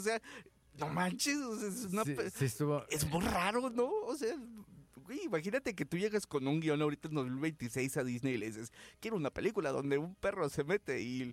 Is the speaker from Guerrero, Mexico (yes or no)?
no; Guadalajara, Jalisco, Mexico